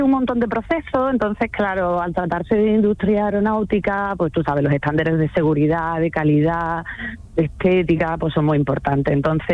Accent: Seville, Andalusia, Spain; nosotros somos de aquí de Sevilla, sí.

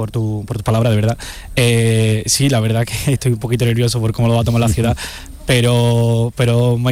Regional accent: Granada, Andalusia, Spain; como granadino, criado en Granada y amante de sus tradiciones

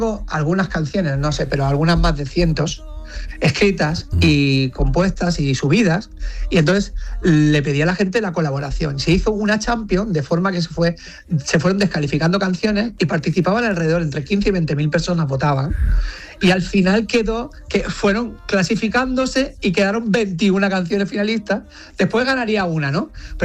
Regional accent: L'Hospitalet de Llobregat, Catalonia, Spain; Soy nacido en Barcelona, soy de Hospitalet, catalán, de pura cepa, pero

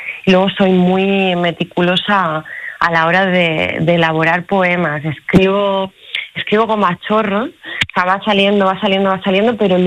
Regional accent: Badajoz, Extremadura, Spain; born or raised there; also born or lived in Castro del Río

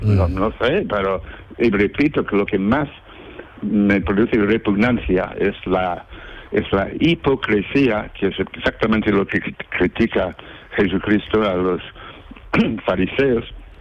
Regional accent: Andalusia, Spain; porque somos andaluces, Lorca es andaluz y universal.

